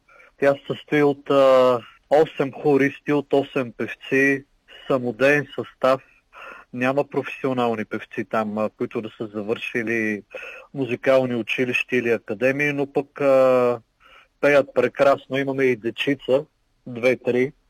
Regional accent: Blagoevgrad, Blagoevgrad Province, Bulgaria; аз като техния ръководител съм от Благоевград

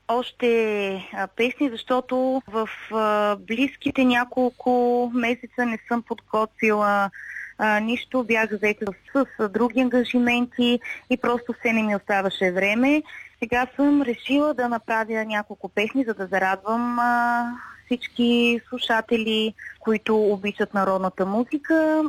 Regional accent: Harsovo, Blagoevgrad Province, Bulgaria; на място, на което аз израснах, в село Хърсово. Той е близо до град Сандански.

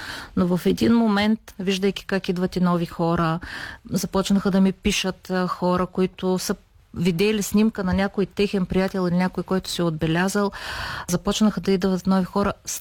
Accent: Shumen, Shumen Province, Bulgaria; аз съм родена в Шумен, израснала съм тук.

